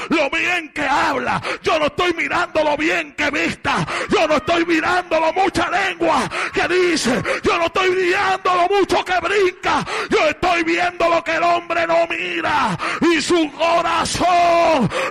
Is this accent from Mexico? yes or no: no; Loíza, Puerto Rico; yo soy del mejor pueblo que tiene Puerto Rico, que es el pueblo de Loíza. Y me acostumbré a estar metido en la playa.